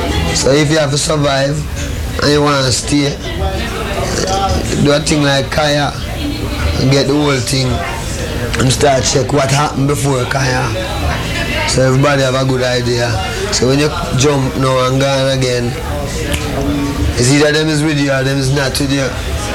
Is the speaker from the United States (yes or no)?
no; Jamaica; Because during my time growing up in Jamaica, from I reached 16, 17, from I reached 18, I never stopped running from police till I had 32.